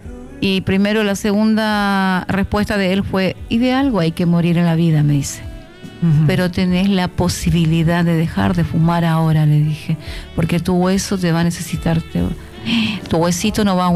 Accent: San Roque González de Santa Cruz, Paraguarí, Paraguay; Yo nací en San Roque González de Santa Cruz.

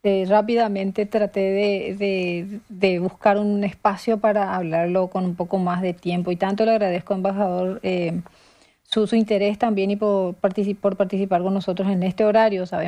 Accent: Paraguay; nos eleva nuestro ego como paraguayos

